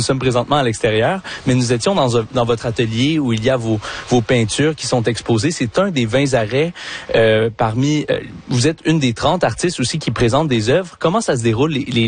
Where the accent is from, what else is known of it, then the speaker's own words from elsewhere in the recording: Magog, Quebec, Canada; même si je suis natif de Magog, ici dans la région, c'est la première fois que j'essaye le circuit.